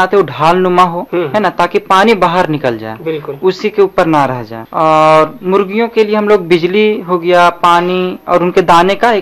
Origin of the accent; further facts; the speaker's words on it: Ichak, Jharkhand, India; और हम इचाक प्रखंड का मने गाँव का रहने वाले हैं